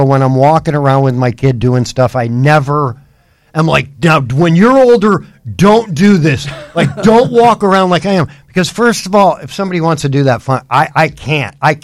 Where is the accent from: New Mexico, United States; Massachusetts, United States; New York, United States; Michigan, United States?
Michigan, United States; Ann Arbor; born there; moved away; also born or lived in Detroit; Like, I used to live near Detroit. I was born in Ann Arbor